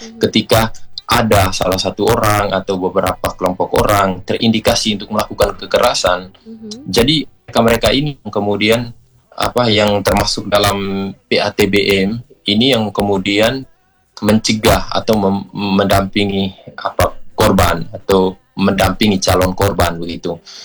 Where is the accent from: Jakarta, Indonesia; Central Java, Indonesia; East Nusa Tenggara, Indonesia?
East Nusa Tenggara, Indonesia; kita orang NTT